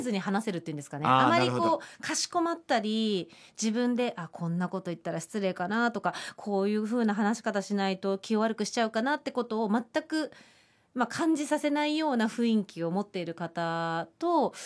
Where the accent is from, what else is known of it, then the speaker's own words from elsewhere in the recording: Tochigi, Japan; now in Tokyo, Japan; 私はもう地元の栃木がもう大好きなので、ええ、栃木に、まあ、今度またお盆の時期も帰りますけど